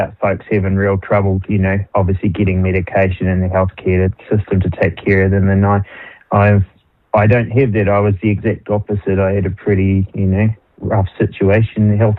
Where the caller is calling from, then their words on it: New Zealand; because I'm a Kiwi and I live in New Zealand.